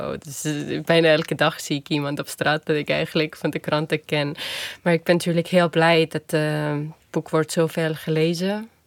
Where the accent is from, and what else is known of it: Estonia; Dutch is a second language; moved away as an adult; now in Netherlands